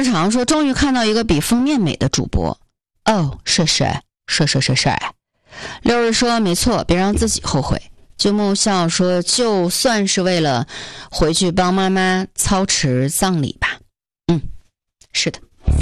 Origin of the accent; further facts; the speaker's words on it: China; 我们中国人